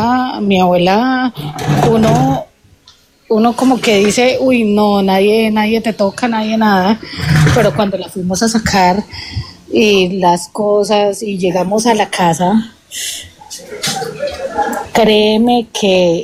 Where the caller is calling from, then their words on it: Cúcuta, Norte de Santander, Colombia; De Cúcuta, norte de Santander.